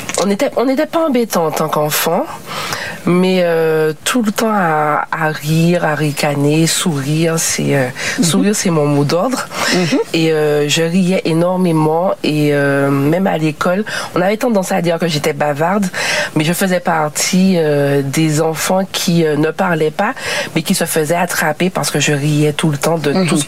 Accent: Martinique, France; Donc, on a grandi, on est né en Martinique, on a grandi en Martinique, mais dans le foyer, c'est un foyer anglophone.

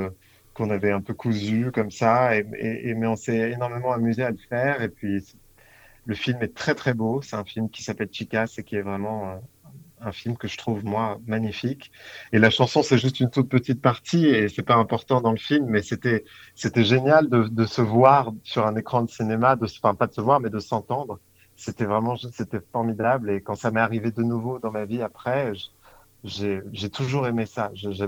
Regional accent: Paris, Île-de-France, France; born there; Paris, Paris, je suis né à Paris.

